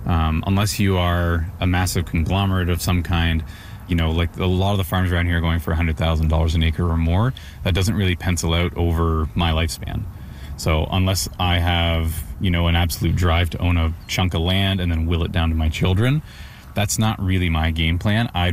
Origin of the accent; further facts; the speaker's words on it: Curtis, Ontario, Canada; I grew up in Curtis, just a couple towns over in a subdivision.